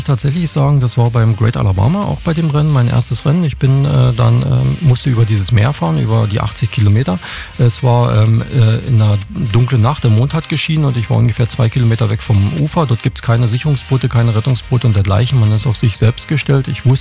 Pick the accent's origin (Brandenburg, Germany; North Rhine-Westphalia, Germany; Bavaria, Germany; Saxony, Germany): Saxony, Germany; Krauschwitz